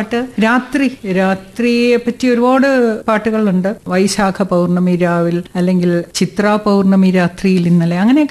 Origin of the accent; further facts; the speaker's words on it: Kerala, India; കേരളത്തിൽ നിന്ന് ഞാൻ മാത്രമേ ഉണ്ടായിരുന്നുള്ളൂ